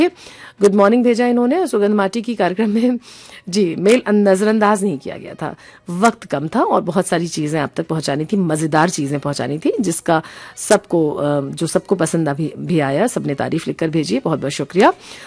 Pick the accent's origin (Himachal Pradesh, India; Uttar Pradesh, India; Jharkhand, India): Uttar Pradesh, India; Lucknow; लेकिन भाई देखिए, ये जो चीजें होती हैं, हम लखनऊ से हैं